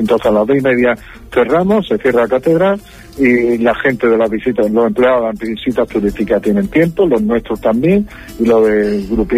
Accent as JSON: {"language": "Spanish", "town": "Málaga", "region": "Andalusia", "country": "Spain", "tie": "born or raised there", "said": "Y yo soy malagueño"}